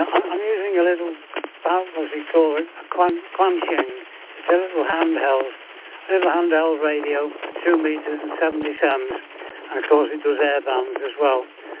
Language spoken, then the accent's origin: English; Colchester, East of England, United Kingdom; born there; moved away; also born or lived in Coggeshall; I was born in the southeast, so I know exactly what you're going through. I was born in Colchester and I lived in Coggeshall.